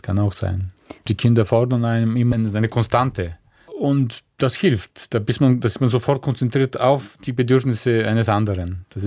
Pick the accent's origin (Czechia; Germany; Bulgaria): Bulgaria; Thrace; Naja, ich bin ein Kind des Südens, also in Thrakien. Das liegt zwischen den Rhodopengebirge und Balkangebirge.